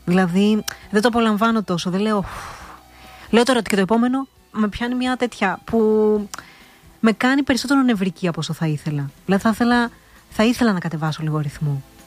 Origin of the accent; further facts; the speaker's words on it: Thasos, East Macedonia and Thrace, Greece; Η καταγωγή μου είναι από τη Θάσου.